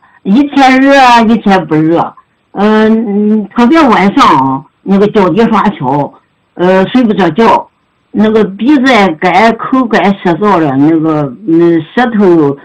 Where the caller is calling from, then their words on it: Changji, Xinjiang, China; 我是新疆昌吉的学员